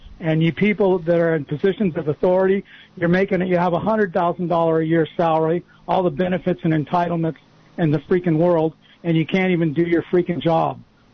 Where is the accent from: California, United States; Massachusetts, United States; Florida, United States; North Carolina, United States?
California, United States; Santa Cruz County; born there